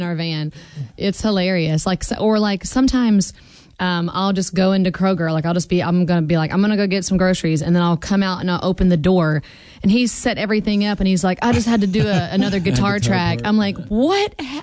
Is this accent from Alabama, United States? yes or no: yes; Alabama, United States; now in Nashville, United States; So I grew up on Pines Road in Alabama.